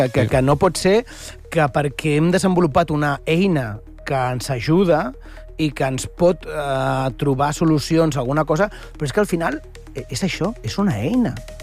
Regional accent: Catalonia, Spain; els catalans sí tenim sentit de l'humor

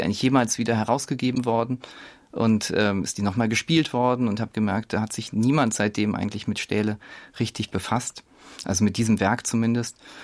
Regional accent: Fulda, Hesse, Germany; also ich komme auch eben aus Fulda.

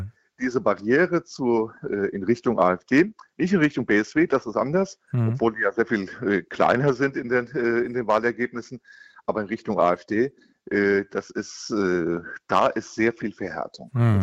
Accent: Rüsselsheim, Hesse, Germany; Also ich komme aus Rüsselsheim.

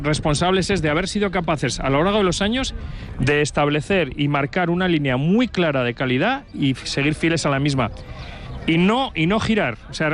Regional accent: Navarre, Spain; moved away as an adult; yo soy navarro, he trabajado toda mi vida en Navarra

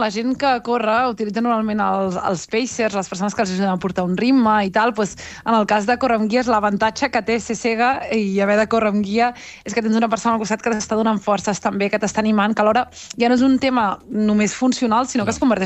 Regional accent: Vilassar de Mar, Catalonia, Spain; jo visc, que soc de Vilassar de Mar

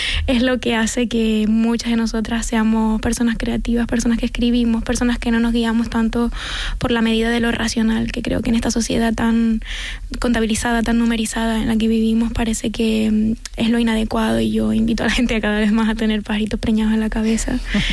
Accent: Canary Islands, Spain; siento como que yo tengo la suerte de vivir o haber vivido toda mi vida en un entorno rural

